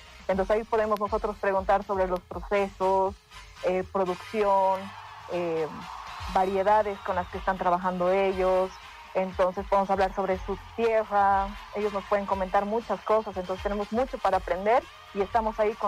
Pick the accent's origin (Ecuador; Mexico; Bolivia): Bolivia; para nosotros como bolivianos